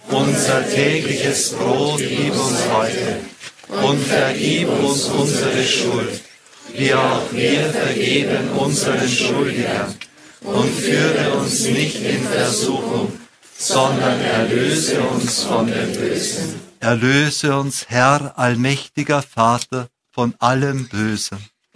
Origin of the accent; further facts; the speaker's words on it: Austria; Aber bei uns in Österreich weiß man nicht, dass wir hier eine Ausnahme haben, weil bei uns stehen die Leute nur irgendwie mit den Händen herum.